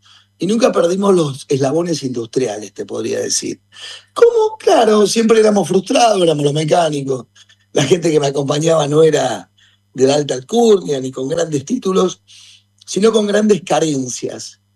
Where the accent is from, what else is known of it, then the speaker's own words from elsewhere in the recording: Argentina; born there; la nación argentina, a la cual yo pertenezco y estoy muy orgulloso de pertenecer y amo a mi país, porque es karmáticamente es la tierra donde nacimos.